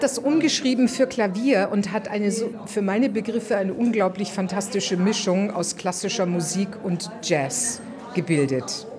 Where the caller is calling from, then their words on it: Starnberg, Bavaria, Germany; ich komme aus Starnberg